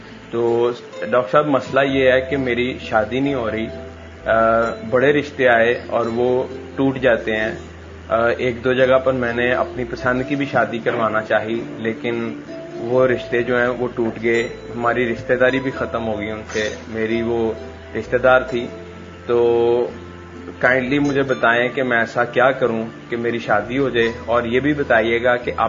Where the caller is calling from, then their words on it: Lahore, Punjab, Pakistan; اور میں لاہور سے بات کر رہا ہوں.